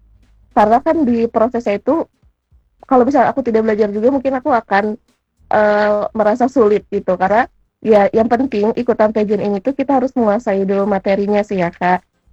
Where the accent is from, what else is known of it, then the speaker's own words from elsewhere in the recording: Bandung, West Java, Indonesia; aku dari kota Bandung, Kak.